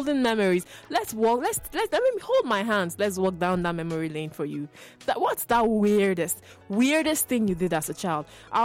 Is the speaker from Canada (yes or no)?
no; Nigeria; I, as a Nigerian